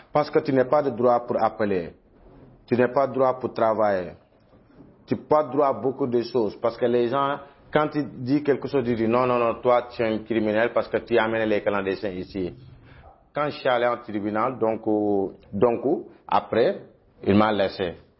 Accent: Senegal; moi je suis sénégalais.

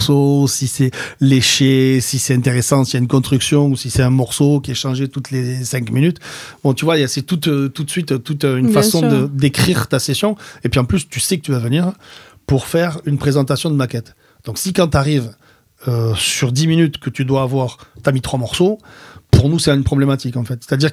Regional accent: Béziers, Occitanie, France; Je viens de Béziers, tu vois, je déteste les gens de Béziers parce qu'ils me rappellent que je suis de Béziers.

